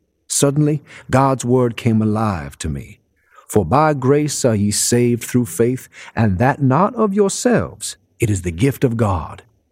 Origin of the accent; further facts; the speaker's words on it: Charleston, United States; also born or lived in Eugene, Oregon; was living with a woman and her two children in Eugene, Oregon, when I knew it was time to go back to my hometown in Charleston, a four-day bus trip.